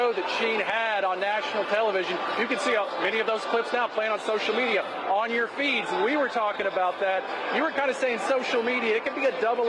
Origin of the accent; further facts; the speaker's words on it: Kentucky, United States; Full disclosure, I grew up in Kentucky. I recognize the shirts.